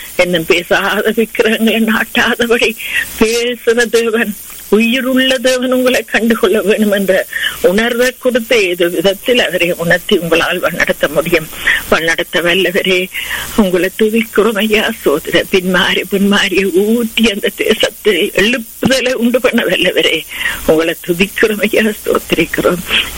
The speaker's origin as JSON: {"language": "Tamil", "country": "Sri Lanka", "tie": "born or raised there", "said": "என்ன நாங்கள் பிறந்து வளர்ந்த தேசமாகிய இலங்கை தேசத்துக்காக அந்த அழகிய தீவுக்காக உங்களை வருகிறோம்."}